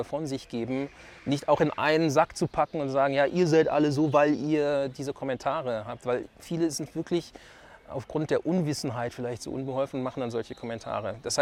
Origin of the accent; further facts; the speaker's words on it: Germany; born there; ich bin Deutscher, ich bin hier geboren